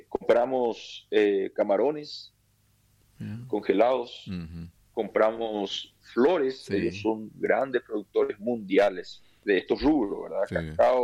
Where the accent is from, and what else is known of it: Paraguay; now in Ecuador